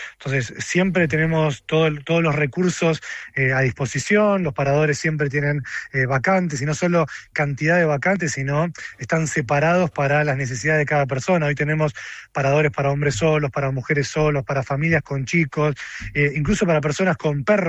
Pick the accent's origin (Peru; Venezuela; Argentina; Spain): Argentina; es parte de también de lo que nos define como argentinos.